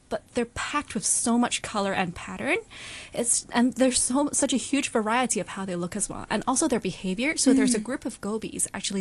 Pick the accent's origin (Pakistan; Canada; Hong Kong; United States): Hong Kong; I grew up in Hong Kong and I went to school here, but they never really tell you or teach you about the fish that we have here.